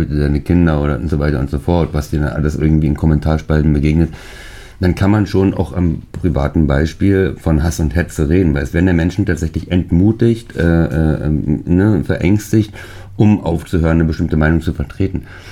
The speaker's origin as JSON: {"language": "German", "town": "Brandenburg an der Havel", "region": "Brandenburg", "country": "Germany", "tie": "born or raised there", "moved": "as an adult", "lives_now": "Potsdam, Germany", "said": "Ich bin in Brandenburg-Havel geboren"}